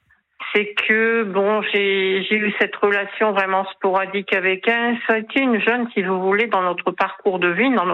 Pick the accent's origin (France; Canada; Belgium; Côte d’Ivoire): France; Hauts-de-France; nous sommes originaires des Hauts-de-France.